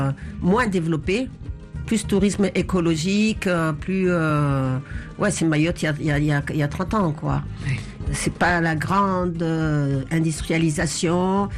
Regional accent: Moroni, Grande Comore, Comoros; born there; je suis né à Moroni.

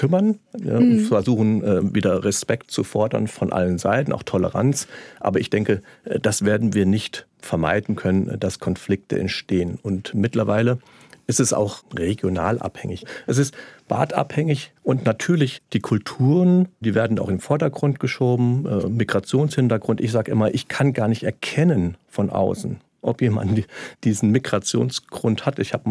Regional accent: Bad Soden-Salmünster, Hesse, Germany; Ich komme aus dem Ort, der zweigeteilt war, Bad Sodensalmünster. Da konnte die eine Hälfte mit der anderen nicht.

